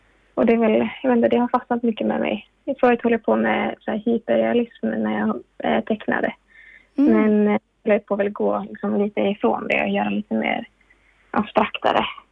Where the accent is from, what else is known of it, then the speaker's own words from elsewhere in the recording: Kökar, Åland Islands; moved away; Det är under mina 10 år som jag växte upp på Kökar.